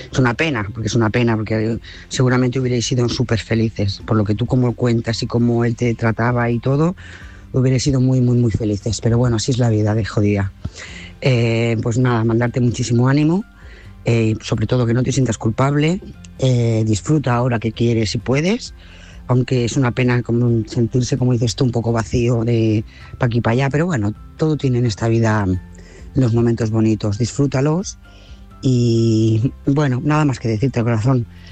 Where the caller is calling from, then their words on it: Lloret de Mar, Catalonia, Spain; Hola, buenas noches, corresponsales de audiencia. … de Lloret de Mar.